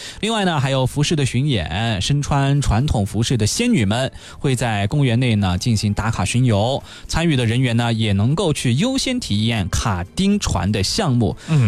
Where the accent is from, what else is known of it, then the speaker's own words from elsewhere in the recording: South China, China; 因为其实我是从小在南方长大的，然后呢，每到端午前后的时候，端午之前，我们家家户户都会自己包粽子嘛。